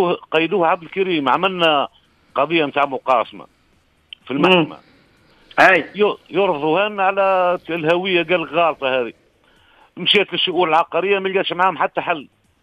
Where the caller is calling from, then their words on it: Gafsa, Gafsa Governorate, Tunisia; أنا من قفصة